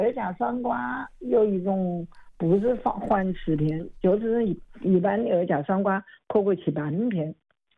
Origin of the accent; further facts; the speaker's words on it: Wuhan, Hubei, China; accent: Wuhan dialect; 我说武汉话可以吗？